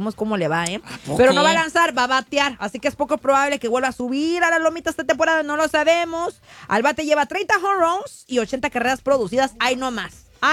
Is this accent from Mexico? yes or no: yes; Rosarito, Baja California, Mexico; Yo que soy de Rosarito y que Tijuana es la capital del taco